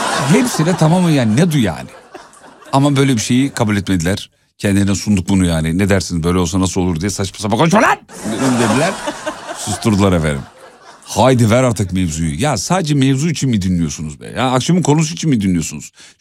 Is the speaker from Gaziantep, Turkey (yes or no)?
yes; Gaziantep, Turkey; Antepliyim, Maraş'ta çalışıyorum ama yarın cumartesi yarım gün çalışıyorum. Sonra Antep'e dönüyorum.